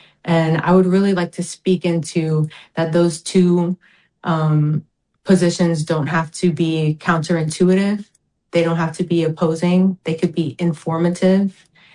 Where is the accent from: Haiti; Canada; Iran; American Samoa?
American Samoa; Manu'a; moved away; When Manu'a people raise our flags and you see the green banner with the moa on it, like, it comes from a deep sense of pride that we're still here.